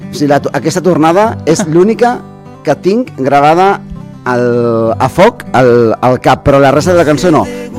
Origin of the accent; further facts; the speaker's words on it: Ribeira de Piquín, Galicia, Spain; Jo sóc del Concello de Ribeira de Pequín, de Lugo.